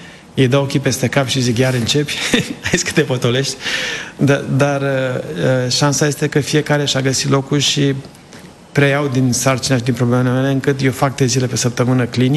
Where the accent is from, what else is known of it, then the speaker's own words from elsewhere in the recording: Sibiu County, Romania; now in United States; am vrut să crească cam cum am crescut eu. Sunt de lângă Sibiu. Am stat lângă Copșa Mică și...